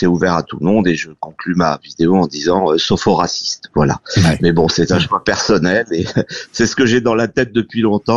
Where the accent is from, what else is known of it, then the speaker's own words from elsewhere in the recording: France; à la base, je suis français, pas musulman